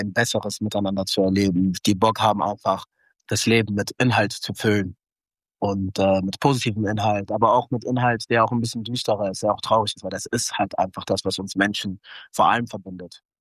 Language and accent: German; Cologne, North Rhine-Westphalia, Germany; Wir sind ja in Köln aufgewachsen, wir sind eine Kölner Band, wir haben sehr viel Zeit auch in Ehrenfeld verbracht